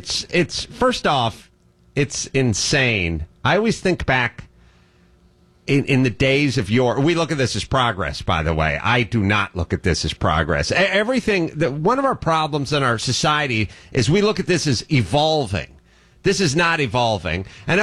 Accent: Los Angeles, California, United States; I'm from North Hollywood.

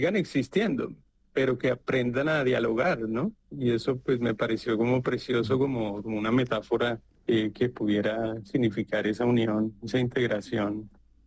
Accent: Bogotá, Colombia; Yo soy bogotano, sí

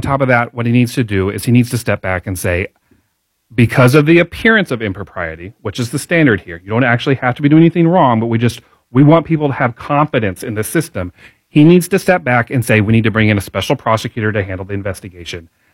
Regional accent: Indianapolis, Indiana, United States; I grew up in Indy. I love Indianapolis. I'm raising my three kids with my beautiful wife here.

